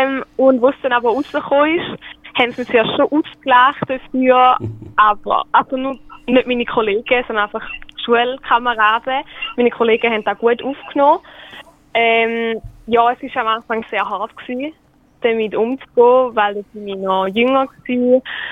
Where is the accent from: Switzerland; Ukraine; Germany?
Switzerland; St. Gallen; now in Uzwil, Switzerland; Ich komme aus St. Gallen.